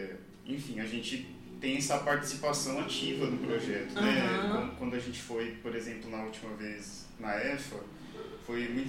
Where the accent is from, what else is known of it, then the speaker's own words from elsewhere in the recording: São Paulo, Brazil; moved away as an adult; now in Minas Gerais, Brazil; sou de São Paulo, que estou há poucos anos aqui morando em Minas